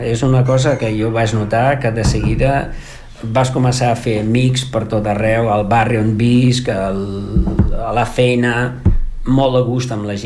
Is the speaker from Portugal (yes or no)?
yes; Portugal; Catalan is a second language; moved away as an adult; now in Catalonia, Spain; l'anglès ha estat la meva segona llengua a Portugal.